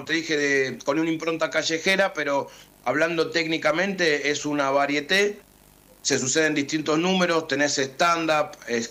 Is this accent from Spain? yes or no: no; Colombia; Como te dije, vinimos de Colombia, estamos proyectando México, pero lo más importante para nosotros es que la gente de nuestro país tenga la oportunidad de ver el show en vivo.